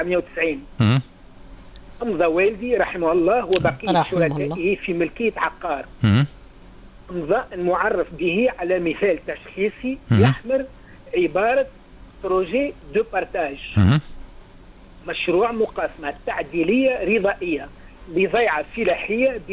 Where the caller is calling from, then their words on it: Hammamet, Nabeul Governorate, Tunisia; من الحمامات